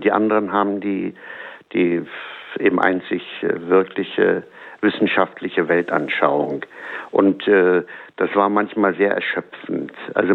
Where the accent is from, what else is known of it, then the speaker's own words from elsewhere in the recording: Herzfelde, Brandenburg, Germany; Also wir hatten bei uns in Herzfelde, wir hatten einen ganz guten Priester, der hat mich immer erinnert an den Pfarrer von Ars, ganz arm, ganz demütig, ganz fromm.